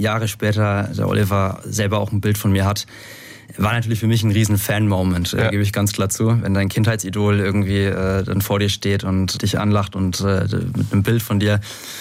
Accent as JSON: {"language": "German", "town": "Schweinfurt", "region": "Bavaria", "country": "Germany", "tie": "born or raised there"}